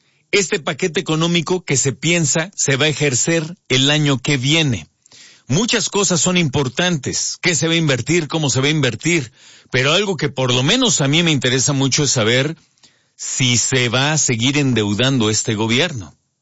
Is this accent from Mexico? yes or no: yes; Mexico; lo que siempre esperamos, ansiosos como mexicanos